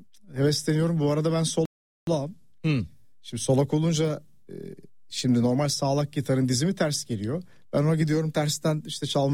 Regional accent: Istanbul, Turkey; Ben Taksim'de doğdum. Yani ilk doğduğum ev, hatta yıllarca orada oturduk.

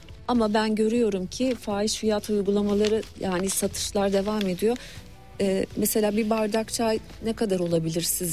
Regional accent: Black Sea Region, Turkey; bir de memleketimiz çayla. Çay memleketi yani Karadeniz.

